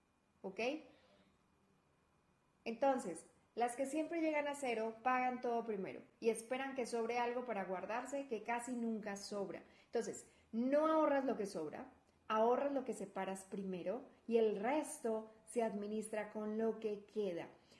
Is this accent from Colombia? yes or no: yes; Colombia; now in Guadalajara, Mexico; soy colombiana viviendo en Guadalajara, México.